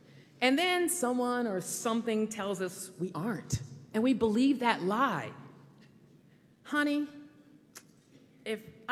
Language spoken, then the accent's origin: English; Salisbury, North Carolina, United States; in my hometown of Salisbury, North Carolina.